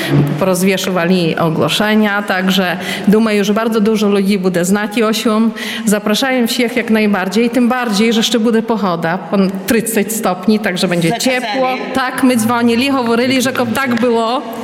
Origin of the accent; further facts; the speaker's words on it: Dubicze Osoczne, Podlaskie Voivodeship, Poland; І живу в другій гміні, ніж гміна тутай Нареш. Походжу з Дубічі Осочних і доїжджаю тутай.